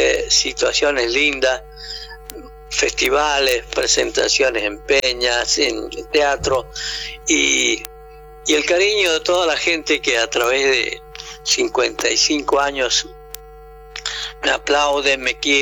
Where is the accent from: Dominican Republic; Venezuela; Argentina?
Argentina; Mendoza; moved away as an adult; now in Córdoba, Argentina; Canto cosas salteño, pero soy mendocino.